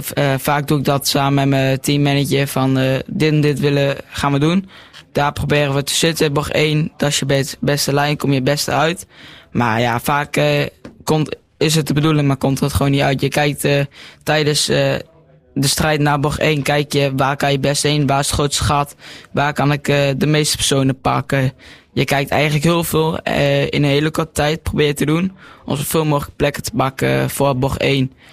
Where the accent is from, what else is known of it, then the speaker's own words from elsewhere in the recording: Nijverdal, Overijssel, Netherlands; Ik kom uit Nijverdal.